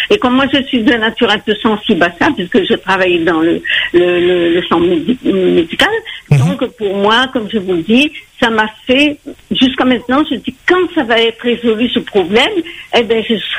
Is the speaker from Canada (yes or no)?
no; Saint-Paul, Réunion; à Saint-Paul, moi j'habite Saint-Paul, mais moi je suis née dans les Hauts-de-Saint-Paul, je suis née à 5 heures.